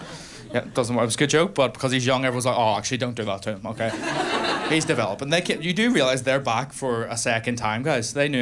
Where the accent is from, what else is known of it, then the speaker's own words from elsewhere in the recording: Northern Ireland, United Kingdom; growing up in Northern Ireland with a gay dad?